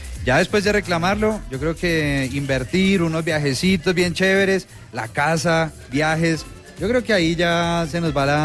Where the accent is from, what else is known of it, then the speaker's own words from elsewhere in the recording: Bogotá, Colombia; Yo vengo de Bogotá, pero mi abuelo, tengo raíces que mi abuelo nació en Pesca